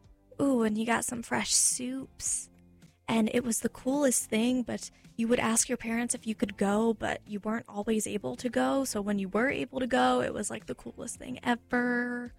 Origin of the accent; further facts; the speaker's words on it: Tampa Bay area, Florida, United States; I grew up in the Tampa Bay area.